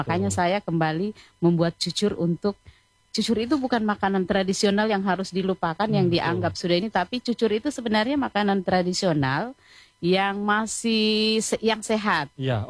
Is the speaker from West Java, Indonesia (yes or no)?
no; Southeast Sulawesi, Indonesia; cucur itu sebenarnya bagian dari identitas kita sebagai orang Muna, entah orang Buton